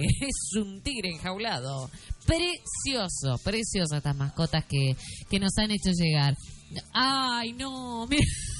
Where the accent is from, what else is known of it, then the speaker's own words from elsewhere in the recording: Argentina; nos une como argentinos